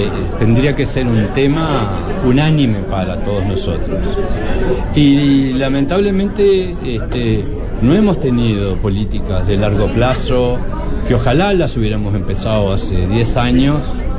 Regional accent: Uruguay

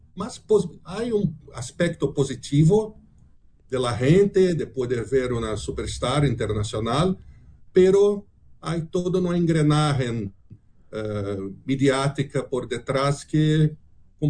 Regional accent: Brazil; Spanish is a second language; Como brasileño e hincha del Flamengo

